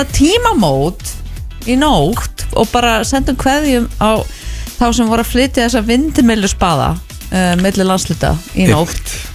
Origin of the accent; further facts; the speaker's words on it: Kópavogur, Capital Region, Iceland; við erum Kópavogsbúar